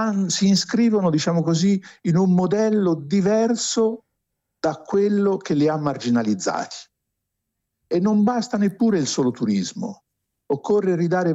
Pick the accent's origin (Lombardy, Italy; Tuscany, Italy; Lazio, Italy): Tuscany, Italy; entrambi viviamo ancora oggi nel paese dove siamo nati, io in Toscana